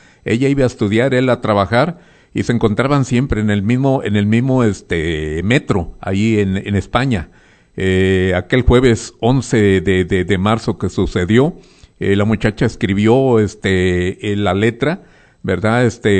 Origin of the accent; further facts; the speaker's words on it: Tequilita, Nayarit, Mexico; Tequilita, pues como yo. Un abrazo a mis amigos de Tequilita, de Cuastecomate y tantos lugares que hay ahí.